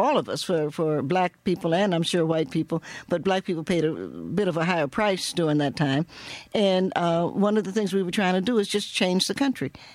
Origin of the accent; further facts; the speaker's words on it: Cincinnati, Ohio, United States; also born or lived in Knoxville; And I'm a Cincinnatian I'm a Knoxvillian by birth.